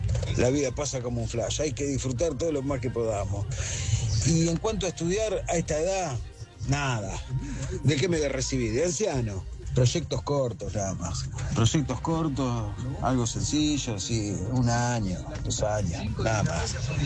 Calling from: Flores, Buenos Aires, Argentina

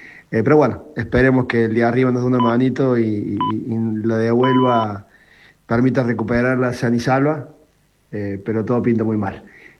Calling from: Córdoba, Argentina; de Córdoba.

